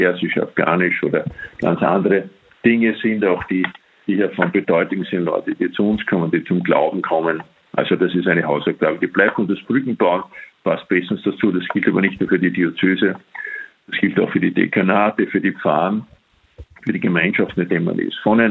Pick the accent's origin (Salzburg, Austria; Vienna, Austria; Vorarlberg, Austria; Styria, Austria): Salzburg, Austria; born there; Heute ist ja wunderbarer Feiertag für mich als Salzburger, gebürtiger.